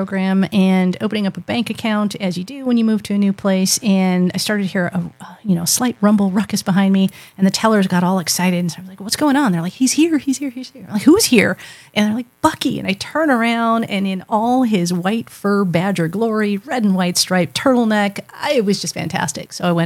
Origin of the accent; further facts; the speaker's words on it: San Diego, California, United States; I grew up in San Diego, so big fan of the Padres.